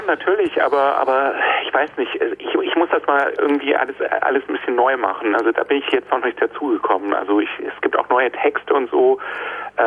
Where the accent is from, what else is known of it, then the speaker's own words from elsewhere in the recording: Darmstadt, Hesse, Germany; born there; also born or lived in Freiburg; Ich bin mit acht bin ich nach Darmstadt gekommen dann. Also da sind wir umgezogen mit unserer Familie und aber ich bin also wirklich aufgewachsen in Freiburg und Grundschule noch gegangen